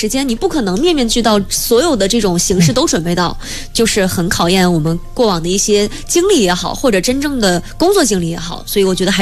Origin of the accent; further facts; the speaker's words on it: Northeast China, China; 拿我们东北话讲，真的就是跌宕起伏。